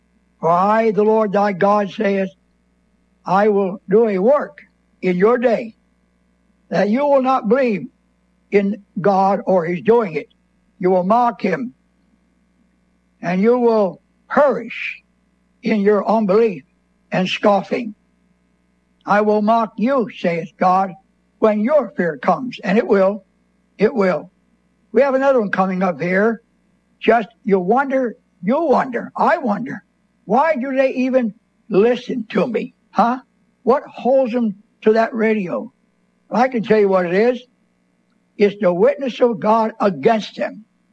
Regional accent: Bethlehem, Pennsylvania, United States; born there; I am not from South Carolina. I was born in Bethlehem, Pennsylvania.

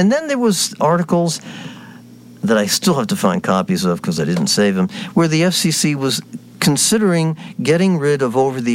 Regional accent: Yonkers, New York, United States; growing up in Yonkers

